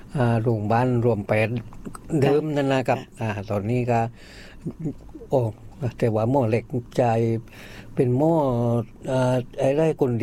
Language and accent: Thai; Nakhon Sawan, Thailand; จังหวัดนครสวรรค์